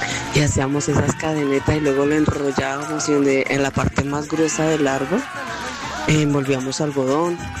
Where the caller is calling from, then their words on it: Villeta, Cundinamarca, Colombia; desde Villeta.